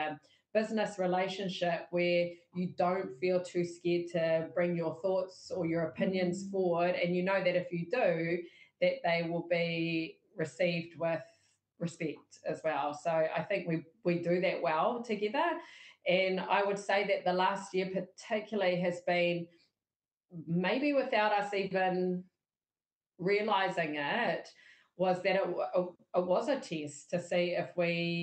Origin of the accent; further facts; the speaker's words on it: Northland, New Zealand; I am a proud Northern bred wahine Māori, born and bred in Taitokerau, Northland girl through and through